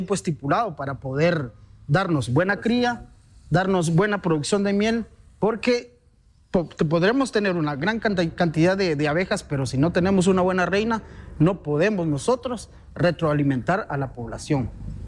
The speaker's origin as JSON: {"language": "Spanish", "town": "San Juan La Laguna", "region": "Sololá", "country": "Guatemala", "tie": "born or raised there", "said": "como bien lo mencionaban. Soy originario de San Juan de la Laguna."}